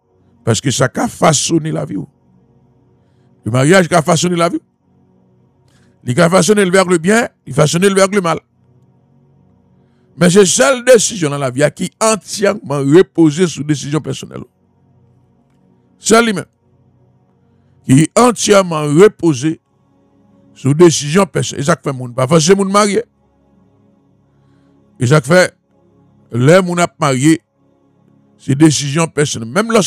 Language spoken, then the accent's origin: French; Haiti; Moi, je suis noir. Je suis haïtien, je suis noir.